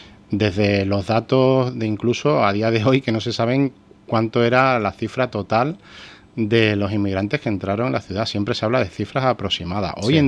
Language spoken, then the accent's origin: Spanish; Ceuta, Spain; como ciudadano, como patriota, que somos los ceutíes, porque yo creo que si tuviéramos que definir al ceutí sería el de patriota